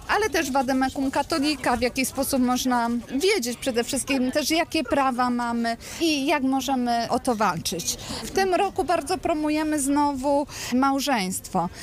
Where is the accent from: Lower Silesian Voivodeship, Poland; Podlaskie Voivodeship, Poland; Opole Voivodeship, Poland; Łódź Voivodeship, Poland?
Lower Silesian Voivodeship, Poland; Wrocław; jestem rodowitą wrocławianką, mieszkam tutaj